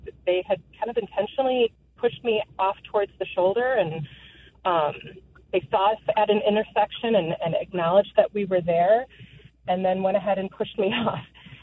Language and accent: English; Illinois, United States; I'm coming from McHenry County and spent my whole life here. And I was fortunate enough to be a free-range child in the 80s and 90s.